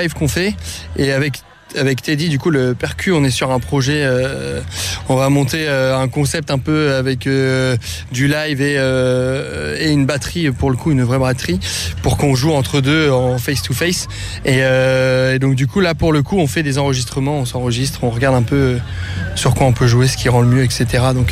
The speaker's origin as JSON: {"language": "French", "town": "Louviers", "region": "Normandy", "country": "France", "said": "moi je viens de Louviers du coup, pas très loin de Vernon."}